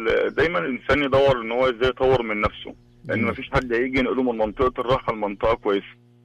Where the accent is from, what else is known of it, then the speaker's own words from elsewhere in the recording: Egypt; now in Riyadh, Saudi Arabia; أنا من مصر.